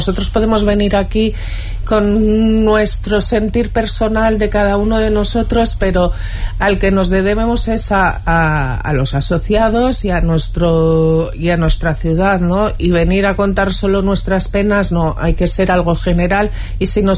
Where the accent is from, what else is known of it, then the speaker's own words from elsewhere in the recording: Zarautz, Basque Country, Spain; Soy de Zarauz.